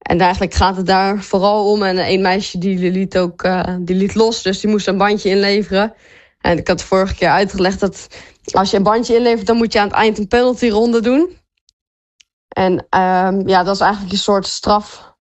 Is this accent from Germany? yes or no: no; Netherlands; als Nederlander zijn heb je toch iets meer voordeel in de regen.